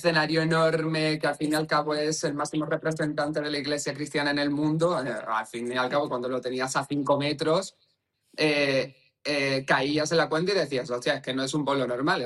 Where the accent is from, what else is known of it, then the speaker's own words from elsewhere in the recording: Spain; nosotros, ya no solamente como artistas, sino como españoles en general, es un orgullo que salgan producciones by Spain